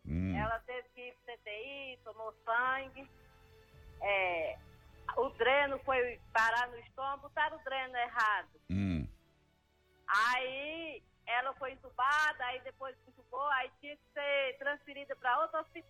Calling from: Divinópolis, Minas Gerais, Brazil; Divinópolis, Minas Gerais.

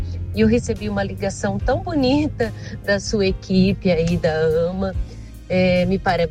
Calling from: Bauru, São Paulo, Brazil; de Bauru.

